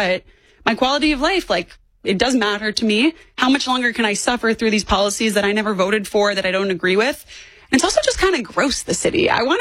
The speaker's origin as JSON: {"language": "English", "region": "New York", "country": "United States", "tie": "born or raised there", "also_born_or_lived": "Miami, United States", "said": "I'm a New Yorker. I grew up half New York, half Miami."}